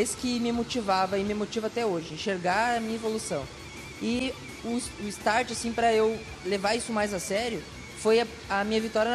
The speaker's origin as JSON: {"language": "Portuguese", "town": "Santa Maria", "region": "Rio Grande do Sul", "country": "Brazil", "said": "É, eu venho do sul do país, eu sou de Santa Maria, Rio Grande do Sul."}